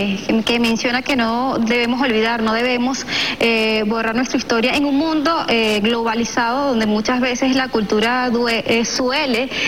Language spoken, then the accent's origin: Spanish; Venezuela; lo que somos como venezolanos